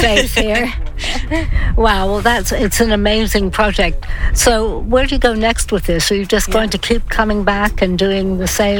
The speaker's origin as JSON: {"language": "English", "town": "Oxford", "region": "South East England", "country": "United Kingdom", "said": "Well, it's great because I'm from the Oxford side."}